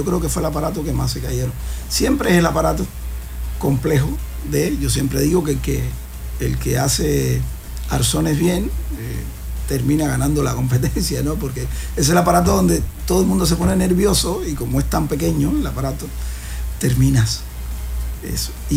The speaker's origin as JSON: {"language": "Spanish", "country": "Mexico", "said": "así inicié, claro, yo, así en mi país, ¿no?"}